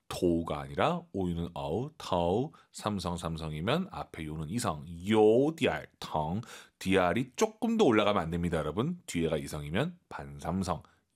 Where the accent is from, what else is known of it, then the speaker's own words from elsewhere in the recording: Beijing, China; 저는 북경 출신이기 때문에 날 많이 썼습니다.